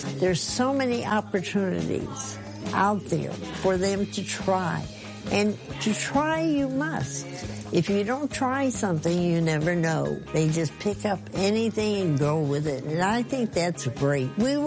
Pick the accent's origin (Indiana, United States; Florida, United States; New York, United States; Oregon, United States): New York, United States; I grew up in the Adirondack Mountains, not far from Canada, when I was 10 years old, and I joined the local Girl Scouts.